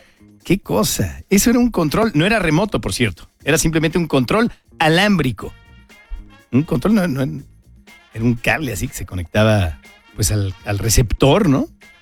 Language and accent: Spanish; Mexico; así somos los mexicanos